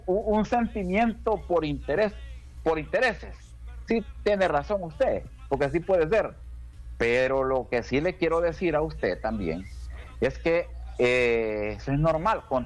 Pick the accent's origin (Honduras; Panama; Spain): Honduras; ¿Usted cree que yo como hondureño no estoy esperando que estas cosas mejoren? Yo como hondureño estoy esperando que esto mejore.